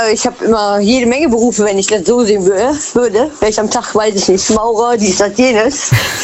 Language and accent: German; Rhineland-Palatinate, Germany; Hi, aus Westerwald.